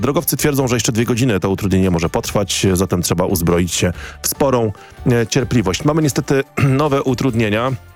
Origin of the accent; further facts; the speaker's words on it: Lesser Poland, Poland; to moje strony, to nie takie dziury.